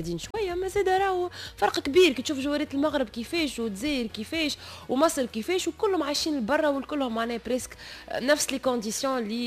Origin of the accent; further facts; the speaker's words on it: Tunisia; اللي عندنا في تونس